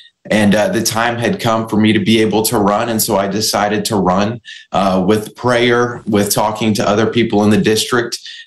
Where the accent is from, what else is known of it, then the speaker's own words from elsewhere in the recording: Kentucky, United States; I was born and raised here in Northern Kentucky. I come from a family of servant leaders. My grandparents started a church in the district over 40 years ago.